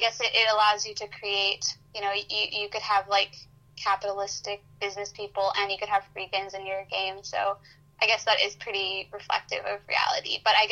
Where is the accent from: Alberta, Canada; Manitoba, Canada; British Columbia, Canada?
British Columbia, Canada; Vancouver; I'm from Vancouver and, I go to Victoria pretty frequently.